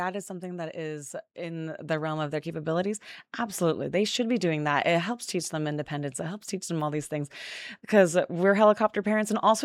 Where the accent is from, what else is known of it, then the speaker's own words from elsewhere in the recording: Cedar City, Utah, United States; also born or lived in Ogden, Utah / New Harmony, Utah; I grew up here in Cedar City. I've lived in Cedar City since I was like 3 years old.